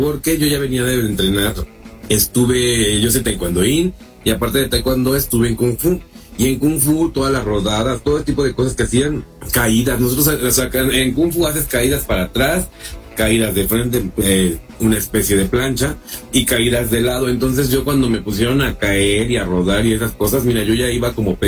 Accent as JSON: {"language": "Spanish", "town": "Xico", "region": "Veracruz", "country": "Mexico", "tie": "born or raised there", "said": "Entonces en Xico, en mi pueblo, abrieron una escuela"}